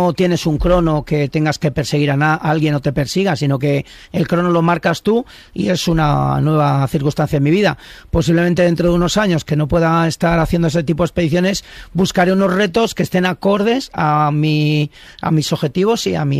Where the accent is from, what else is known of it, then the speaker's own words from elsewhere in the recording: Íscar, Castile and León, Spain; Soy castellano y ahí nos hacemos duros.